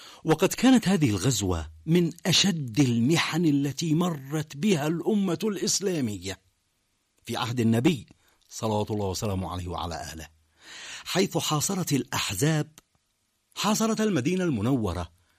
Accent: Yemen; نحن كشعب يمني

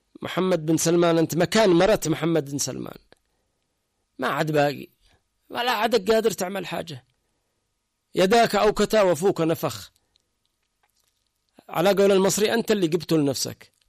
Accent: Yemen

